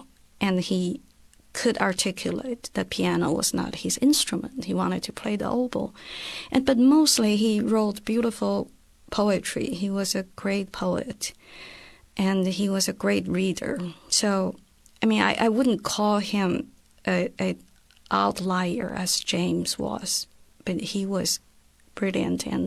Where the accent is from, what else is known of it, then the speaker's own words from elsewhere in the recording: China; I was born with innate curiosity and also sensitivity to things that did not quite make sense. So I grew up in China